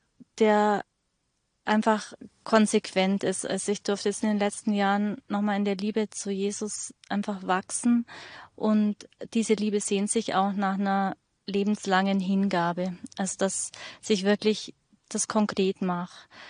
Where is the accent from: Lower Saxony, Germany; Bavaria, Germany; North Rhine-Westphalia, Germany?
Bavaria, Germany; now in Auerbach, Germany; Ich bin in der Nähe von Augsburg aufgewachsen, in einer katholischen Familie